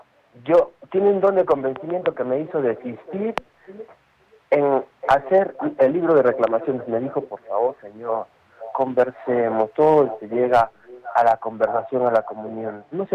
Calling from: Arequipa, Peru; yo como arequipeño tengo que hacer algo usual para todos.

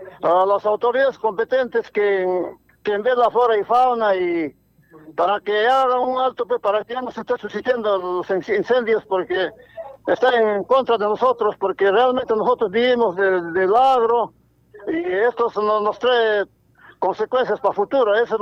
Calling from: Maca, Arequipa, Peru; No, yo soy distrito de Maca. De Maca. Yo estoy llamando distrito de Maca.

